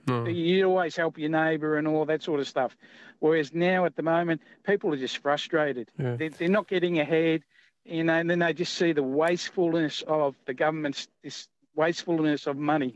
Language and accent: English; Melbourne, Victoria, Australia; But I grew up in Taylor's Lakes, East Keilor